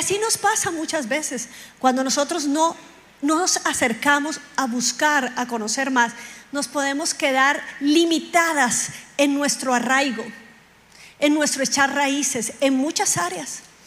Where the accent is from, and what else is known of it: Colombia